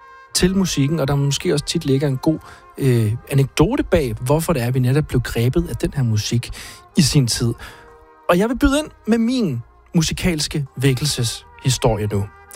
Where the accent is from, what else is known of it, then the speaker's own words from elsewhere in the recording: Herning, Central Denmark Region, Denmark; i Herning, hvor jeg er fra.